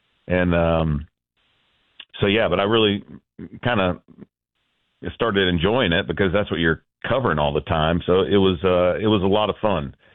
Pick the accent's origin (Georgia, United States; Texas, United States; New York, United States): Georgia, United States; Atlanta; all of our family is from Atlanta, born and raised in Atlanta. My father worked at Georgia Tech. My mother was a teacher.